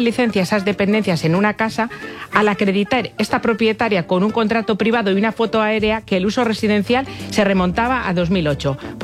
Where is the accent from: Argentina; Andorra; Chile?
Andorra; Yo no tengo puntos porque soy de Andorra, allí no hay puntos.